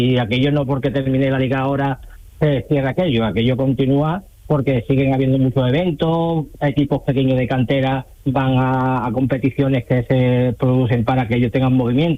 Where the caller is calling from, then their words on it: Andalusia, Spain; por mi tierra